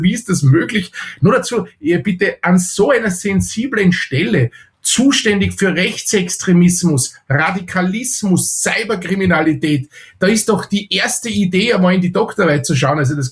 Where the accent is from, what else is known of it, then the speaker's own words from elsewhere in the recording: Austria; ich bin Österreicher